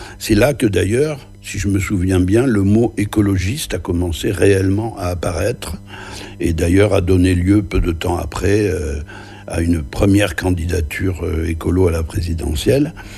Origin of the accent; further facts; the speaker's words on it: Luz-Saint-Sauveur, Occitanie, France; Ben, probablement mon enfance à Luce-Saint-Sauveur et le fait d'avoir pour voisin une famille de tout petits paysans, la famille Noguet